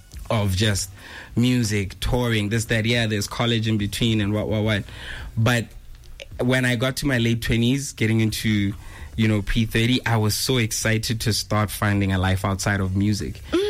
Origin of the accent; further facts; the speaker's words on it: Botswana; it means the world to me to know that I come from this place.